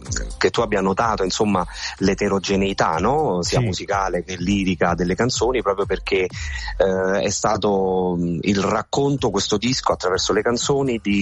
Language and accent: Italian; Naples, Campania, Italy; moved away; also born or lived in Rome / Milan; mi sono avvicinato alle mie radici, alla mia terra, anche perché io sono nato un po' da lì